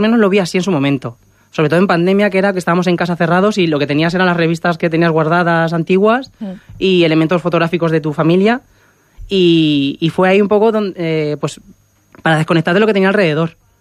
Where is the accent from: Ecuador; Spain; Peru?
Spain; Ciudad Real, Castilla-La Mancha; desde enero estoy aquí en Ciudad Real otra vez, he vuelto a mi tierra natal